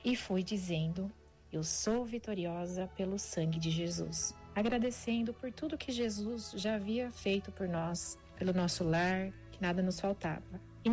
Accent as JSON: {"language": "Portuguese", "town": "Indaiatuba", "region": "São Paulo", "country": "Brazil", "said": "sou de Indaiatuba, São Paulo, interior de São Paulo."}